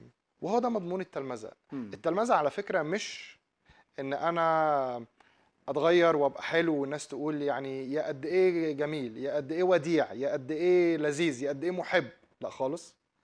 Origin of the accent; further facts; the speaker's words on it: Egypt; بتكلم كمان اكتر عندنا في مصر